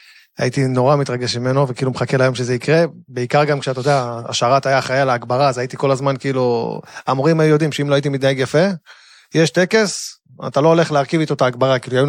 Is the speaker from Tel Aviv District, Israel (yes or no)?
yes; Tel Aviv, Tel Aviv District, Israel; אני גדלתי בדרום תל אביב.